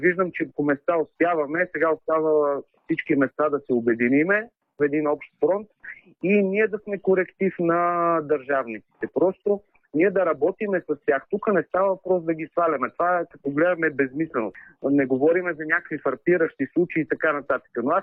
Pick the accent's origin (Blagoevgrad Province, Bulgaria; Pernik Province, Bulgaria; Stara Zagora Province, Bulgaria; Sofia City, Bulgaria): Pernik Province, Bulgaria; Pernik; от Перник съм